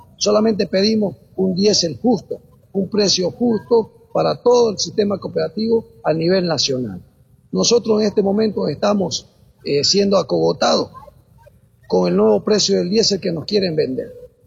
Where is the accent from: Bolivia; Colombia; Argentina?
Bolivia; Todos somos bolivianos